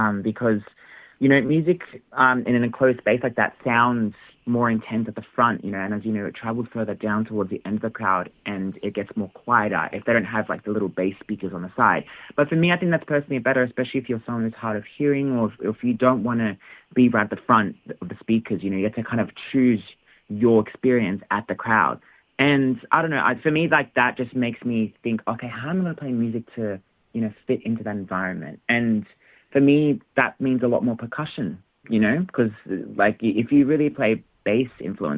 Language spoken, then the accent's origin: English; Melbourne, Victoria, Australia; Well, the fun thing is we're all mostly from Melbourne, actually.